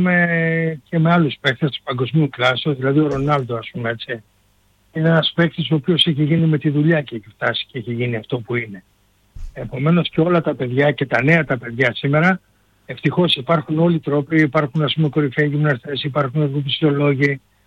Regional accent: Greece; γιατί είμαστε Έλληνες.

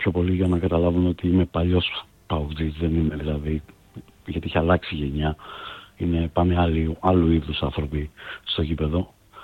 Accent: Neapoli, Central Macedonia, Greece; Γιατί εγώ έζησα και μεγάλωσα στη Νεάπολη.

